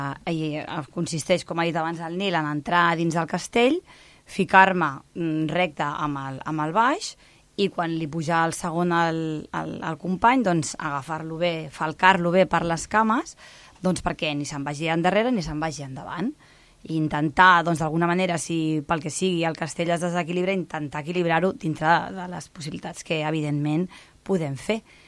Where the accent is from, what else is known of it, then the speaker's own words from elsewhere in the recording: Ripollet, Catalonia, Spain; born there; moved away; Jo vivia a Ripollet i jo havia sigut castellera al meu poble